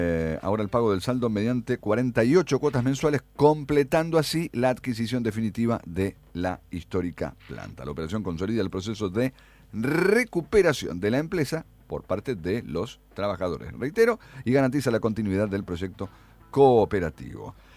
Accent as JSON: {"language": "Spanish", "town": "Viale", "region": "Entre Ríos", "country": "Argentina"}